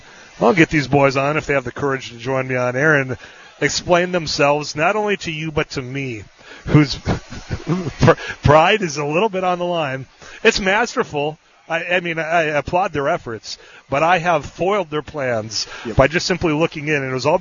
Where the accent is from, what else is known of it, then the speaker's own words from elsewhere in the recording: Leeds, Yorkshire and the Humber, United Kingdom; somebody from my hometown of Leeds who participates